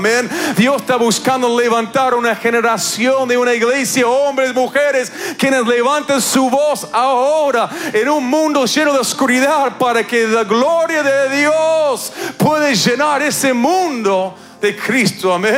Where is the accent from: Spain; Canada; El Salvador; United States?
Canada; Yo vengo de Canadá, que hace un frío bárbaro.